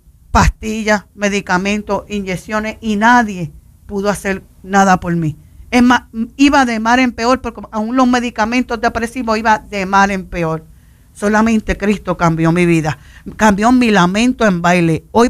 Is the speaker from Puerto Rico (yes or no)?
yes; Puerto Rico